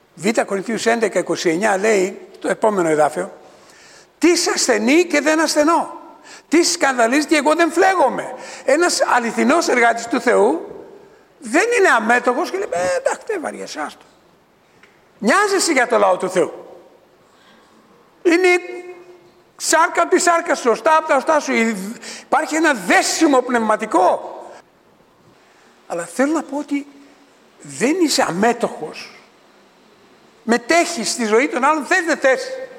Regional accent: Thessaloniki, Central Macedonia, Greece; moved away; Δεν το λέω επειδή είμαι Θεσσαλονικιός, όχι. Άμα ξύσεις λίγο θα δεις Κρήτη γράφει πάνω.

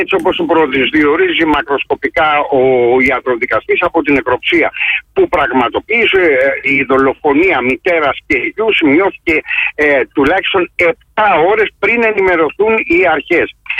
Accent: Western Greece, Greece; εκεί στην πατρίδα μου, στην Αχαΐα

